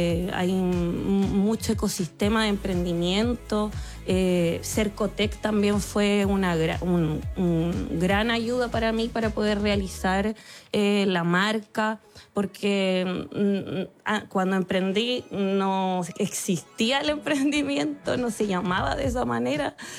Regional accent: Valparaíso, Chile; also born or lived in Santiago; porque yo soy de Valparaíso, de región.

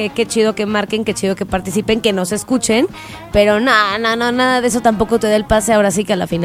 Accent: Mexico; La mayoría ya todos éramos mexicanos.

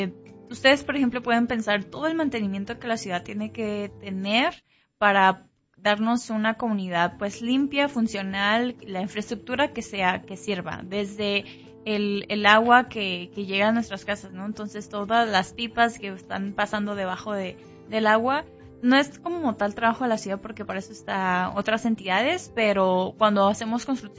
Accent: Jalisco, Mexico; moved away as an adult; now in Omaha, United States; yo soy de Jalisco, soy de México, pero ya tengo aquí en Omaha 11, 12 años, por ahí ya perdí la cuenta.

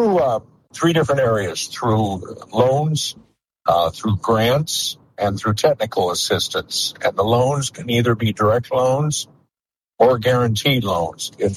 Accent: Iowa, United States; my home state of Iowa

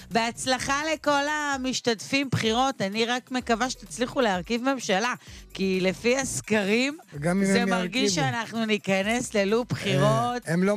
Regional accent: Kiryat Gat, Southern District, Israel; אצלנו בקריית גת, אגב, הרבה בנייני רכבת כאלה כבר הרסו.

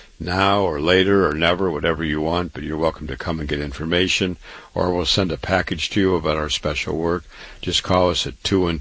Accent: Waterloo, Iowa, United States; born or raised there

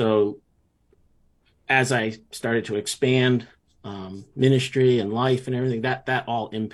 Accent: North Branford, Connecticut, United States; I grew up in North Branford, which is in New Haven County on the shoreline in Connecticut. We spent a lot of time in New England. We had family in Massachusetts and the Northeast.

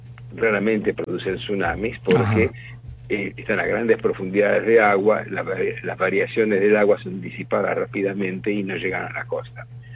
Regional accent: Argentina

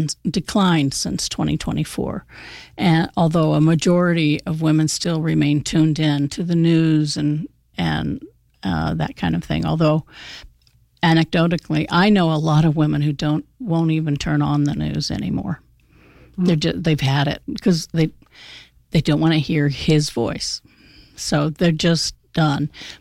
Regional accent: Albuquerque, New Mexico, United States; growing up in the Southwest, in Albuquerque, New Mexico, and things were just different.

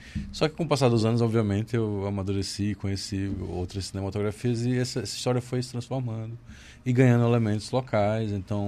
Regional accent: Arapiraca, Alagoas, Brazil; Eu nasci e cresci em Arapiraca.

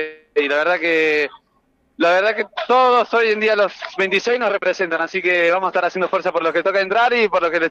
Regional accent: Córdoba, Argentina; now in Valencia, Spain

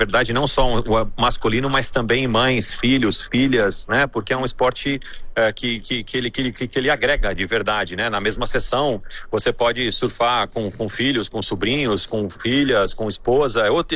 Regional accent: Brazil; A gente, como brasileiro, acompanha várias histórias

